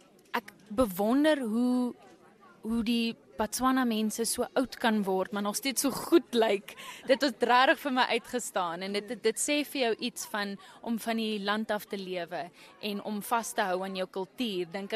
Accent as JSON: {"language": "Afrikaans", "town": "Windhoek", "region": "Khomas", "country": "Namibia", "tie": "born or raised there", "said": "Ek is 27, ek is gebore en groot geword in Windhoek, maar my familie kom van Gobabis af. Ja, ek is eindelijk een Gobabis"}